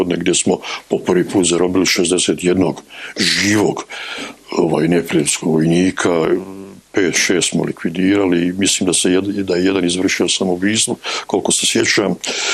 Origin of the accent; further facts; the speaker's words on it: Mostar, Federation of Bosnia and Herzegovina, Bosnia & Herzegovina; moram to naglasiti, jer dolazim iz Mostara i sredine gdje sam učestvovao aktivno u tim borbama i protiv Hrvatske vojske